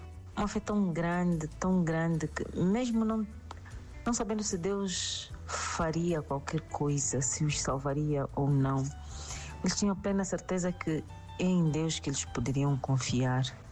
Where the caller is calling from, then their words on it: Cunene, Angola; falo de Angola, província do Cunene, em Angiva.